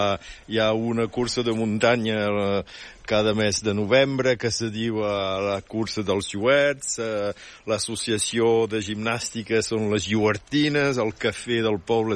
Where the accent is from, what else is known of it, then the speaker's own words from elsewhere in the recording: Occitania, France; accent: Roussillon; parlo la mateixa llengua, tinc un accent diferent, que no és accent francès.